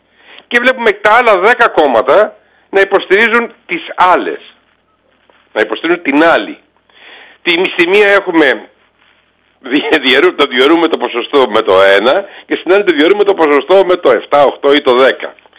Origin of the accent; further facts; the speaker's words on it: Corfu, Ionian Islands, Greece; δεν έχουμε απευθείας πτήσεις από την Κέρκυρα για το Λονδίνο, ακολουθώ το αεροδρόμιο Θεσσαλονίκης.